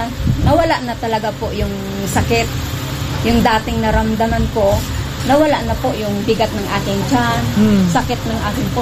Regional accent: Mansalay, Mimaropa, Philippines; na taga-Ore, Santa Maria, Mansalay.

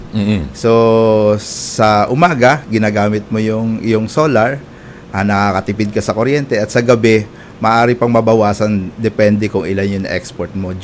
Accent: Meycauayan, Central Luzon, Philippines; taga Maykawayan po ako.

